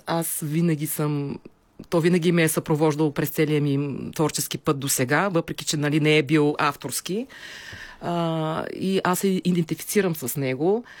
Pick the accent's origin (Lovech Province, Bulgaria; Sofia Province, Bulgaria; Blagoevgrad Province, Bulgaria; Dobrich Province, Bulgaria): Dobrich Province, Bulgaria; Shabla; аз съм родом от Шабло, аз съм израснала на морето, то е изцяло в мен.